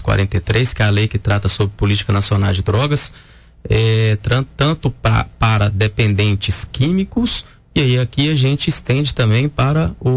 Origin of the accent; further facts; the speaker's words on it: Coronel Fabriciano, Minas Gerais, Brazil; eu sou do Vale do Aço, nascido e criado no Vale do Aço, Coronel Fabriciano